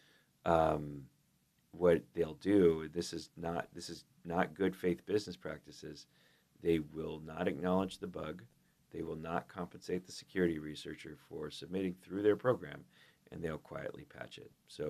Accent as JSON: {"language": "English", "country": "United States", "accent": "American", "said": "Thank you for tolerating my American accent."}